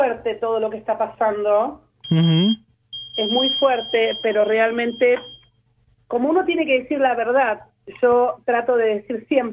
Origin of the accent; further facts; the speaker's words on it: Argentina; also born or lived in Brazil; now in Buenos Aires, Argentina; Por eso yo vivo en el monte, yo tengo mi casa en Caballito, yo soy más brasileña que argentina, estoy siempre en Brasil